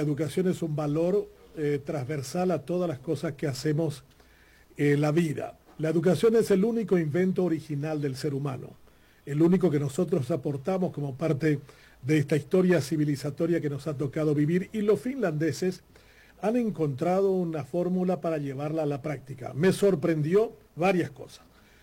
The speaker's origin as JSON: {"language": "Spanish", "country": "Paraguay", "said": "de los grandes desafíos siempre que nos permite la música para pensar nuestra propia identidad como paraguayos y como parte del género humano."}